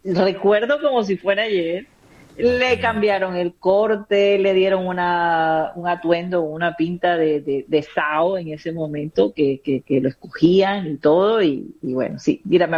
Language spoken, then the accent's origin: Spanish; Colombia; moved away; nosotros somos de Colombia.